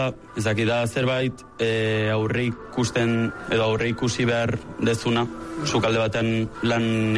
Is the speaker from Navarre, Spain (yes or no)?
no; Lasarte-Oria, Basque Country, Spain; Ni Lasartetik.